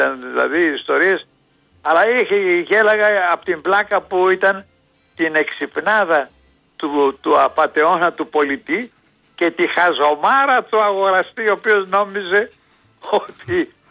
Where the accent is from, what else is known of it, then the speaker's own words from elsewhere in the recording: Athens, Attica, Greece; και εγώ είμαι Αθηναίος